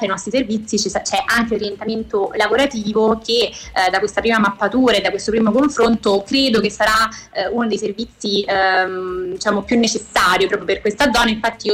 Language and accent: Italian; Rome, Lazio, Italy; io stessa nuova di Colleferro, io vengo da Roma